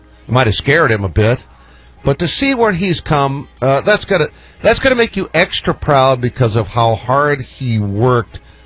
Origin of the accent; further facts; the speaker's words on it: New England, United States; moved away; I'm a Patriot diehard. I grew up there.